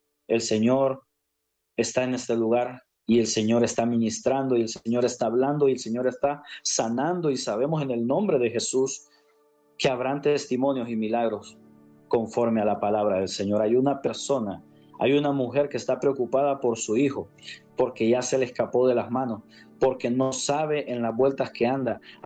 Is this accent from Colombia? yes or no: no; Honduras